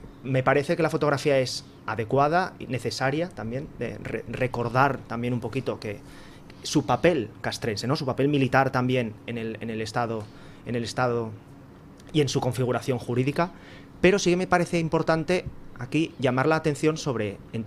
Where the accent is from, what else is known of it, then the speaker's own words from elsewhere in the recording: Spain; lo que le pedimos en realidad los españoles, sin yo querer arrogarme ser su portavoz, pero sí como español